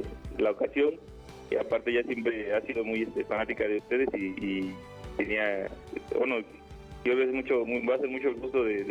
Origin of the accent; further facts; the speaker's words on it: Tehuacán, Puebla, Mexico; now in Tula, Mexico; nosotros somos originarios de Tehuacán, Puebla, nos venimos a vivir aquí a Tula por trabajo.